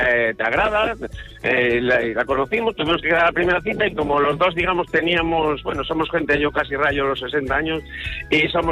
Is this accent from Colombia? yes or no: no; Valladolid, Castile and León, Spain; born there; accent: León; now in A Coruña, Spain; Los dos nacimos en Valladolid con dos días de diferencia.